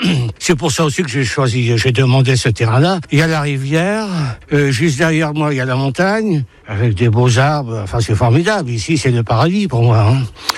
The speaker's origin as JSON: {"language": "French", "region": "Normandy", "country": "France", "said": "Et je suis assez content parce que par ici, moi, je suis normand. Hein, attention, je suis un viking."}